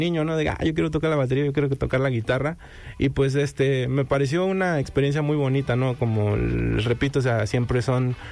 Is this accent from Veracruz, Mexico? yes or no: yes; Veracruz, Mexico